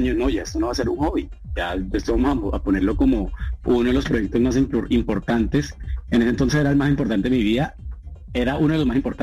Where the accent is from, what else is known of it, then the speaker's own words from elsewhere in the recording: Agustín Codazzi, Cesar, Colombia; criadas en la costa norte de Colombia, puntualmente en Agustín Cuasi de Sar, que es de donde soy yo.